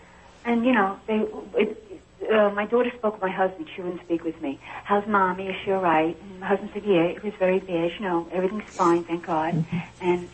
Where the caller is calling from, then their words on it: Florida, United States; Okay, my husband and I live in Florida. Our two children live in New York.